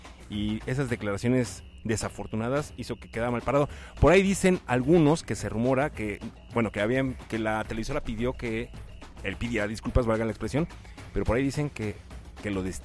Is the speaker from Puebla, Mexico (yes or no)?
yes; San Baltasar, Puebla, Mexico; Yo vengo de San Baltasar, sí.